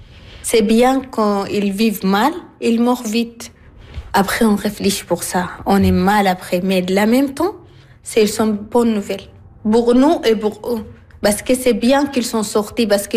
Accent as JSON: {"language": "French", "country": "Sudan", "also_born_or_lived": "Libya", "second_language": "French", "moved": "as an adult", "said": "j'ai 33 ans, je viens du Soudan, je suis allée à Libye, après on continue jusqu'à Italie."}